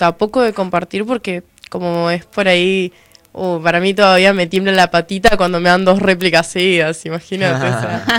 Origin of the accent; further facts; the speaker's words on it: Misiones, Argentina; Soy de Misiones